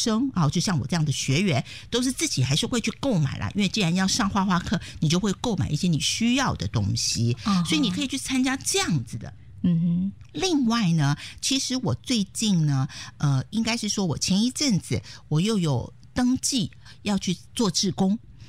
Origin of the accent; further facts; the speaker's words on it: Taiwan; moved away as an adult; now in North West England, United Kingdom; 其实我是台湾人，道地的台湾人，独生土长的。